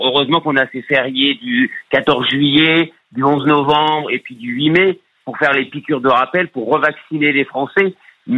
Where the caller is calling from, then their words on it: Nice, Provence-Alpes-Côte d'Azur, France; Moi j'habite je vous appelle des Alpes-Maritimes de Nice.